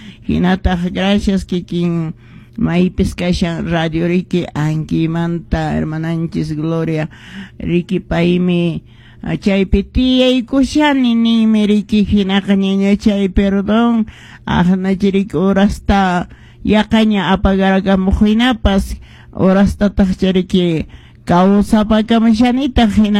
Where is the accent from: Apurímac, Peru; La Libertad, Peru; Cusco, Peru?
Cusco, Peru; ¿Dónde están nuestros hermanos que somos de Cusco, de somos Perú, peruanos?